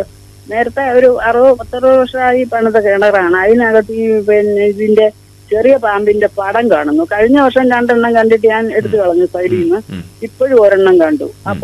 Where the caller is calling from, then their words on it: Ettumanoor, Kerala, India; ഏറ്റുമാനൂരിൽ നിന്നാണ് വിളിക്കുന്നത്.